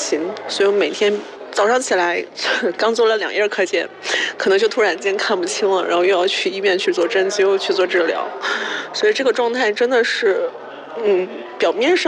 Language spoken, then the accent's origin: Chinese; Harbin, Heilongjiang, China; now in Guangxi, China; 我是哈尔滨的。